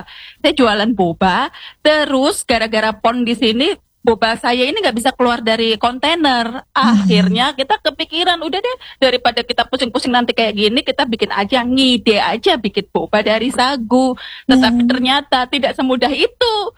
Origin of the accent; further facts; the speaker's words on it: Yogyakarta, Special Region of Yogyakarta, Indonesia; moved away as an adult; now in Jayapura, Indonesia; saya lahir besar di Jogja, lalu lulus kuliah, langsung merantau ke Papua, jadi saya sudah 15 tahun ini di Jayapura.